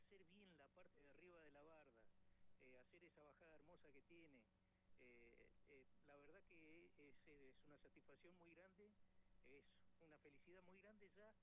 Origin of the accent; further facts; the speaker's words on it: Plaza Huincul, Neuquén, Argentina; born there; si bien nací en Plaza Huíncul, tengo un negocio en Cutralcó, la verdad que es un sentimiento de pertenencia. Con respecto a la gente de los dos pueblos, vivo muy contento acá